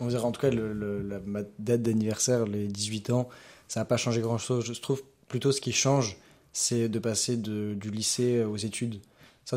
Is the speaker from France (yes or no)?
yes; Bourges, Centre-Val de Loire, France; moi je suis né à Bourges, donc je connais Bourges depuis tout le temps.